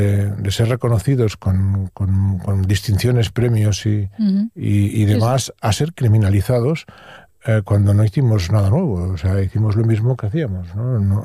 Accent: Catalonia, Spain; Incluso yo había visto en mi tierra, en Cataluña, grandes pancartas con Volem acollir

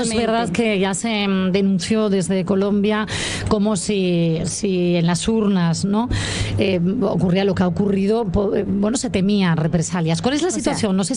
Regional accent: Asturias, Spain; tenemos la suerte, quienes hemos nacido y crecido en Asturias, de gozar, ¿no?, de esos derechos, privilegios

